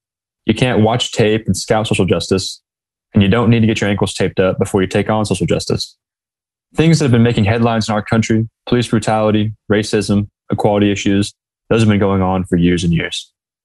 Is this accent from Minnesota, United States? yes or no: no; Fort Wayne, Indiana, United States; a white man inside of a gas station in my hometown of Fort Wayne, Indiana.